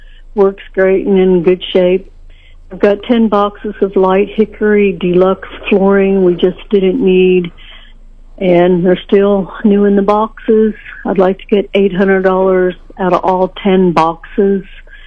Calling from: Sedalia, Missouri, United States; I'm calling from Sedalia

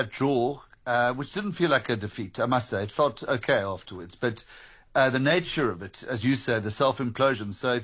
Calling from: Denbigh, Wales, United Kingdom; I'm actually phoning from Denby in Wales

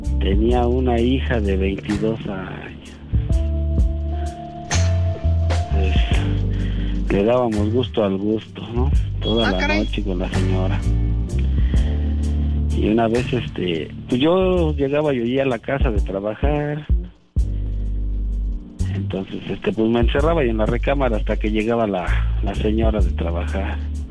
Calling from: Mexico City, Mexico; Soy chilango.

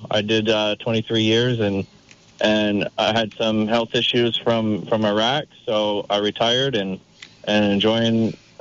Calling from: Berlin, United States; from Berlin.

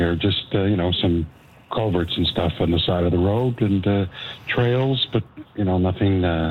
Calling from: Port Hawkesbury, Nova Scotia, Canada; Port Hawkesbury

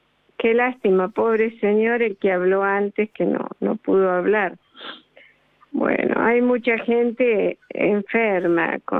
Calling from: Santa Rosa, La Pampa, Argentina; Santa Rosa, La Pampa.

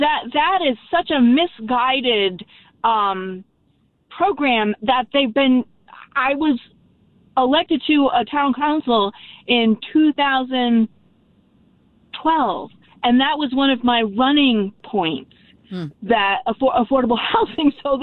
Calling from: Barrington, Rhode Island, United States; I'm from Barrington.

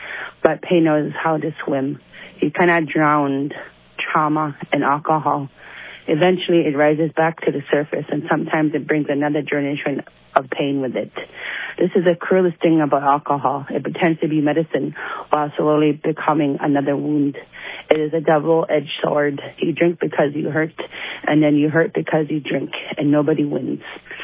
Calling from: Anchorage, Alaska, United States; Hi. I'm calling from Anchorage as anonymous.

